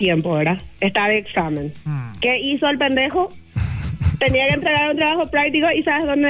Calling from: Luque, Central, Paraguay; yo soy de Luque

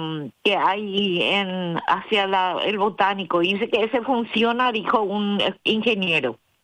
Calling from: Pirayú, Paraguarí, Paraguay; Yo pues soy de Pirayú y me suelo ir por ahí, por el desvío, por Ascurra.

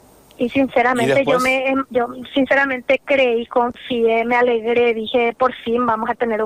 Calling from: Asunción, Paraguay; porque nosotros somos de Sajonia, la zona del Bañado Tacumbu.

